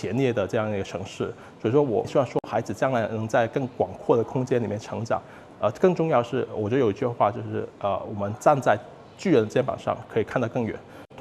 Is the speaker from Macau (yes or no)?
yes; Macau; moved away as an adult; now in Hengqin, China; 因为我从小是在澳门长大的，澳门大家都知道是一个地少人多的一个地方，它人口密度是全世界排在前列的这样一个城市